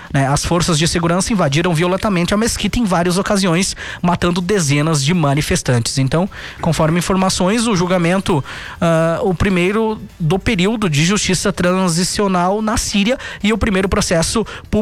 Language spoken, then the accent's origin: Portuguese; Brazil; nós somos brasileiros de uma certa forma